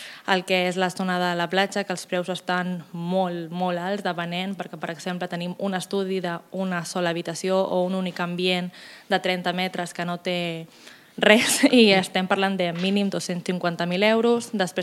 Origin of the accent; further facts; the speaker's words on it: Castelldefels, Catalonia, Spain; Jo sóc d'aquí de tota la vida, aquí del poble